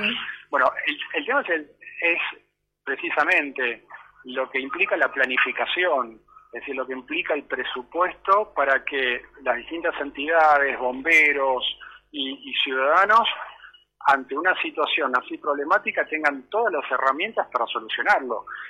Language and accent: Spanish; Argentina; parte de la tarea que tenemos que hacer como argentinos es aprender a cuidar lo nuestro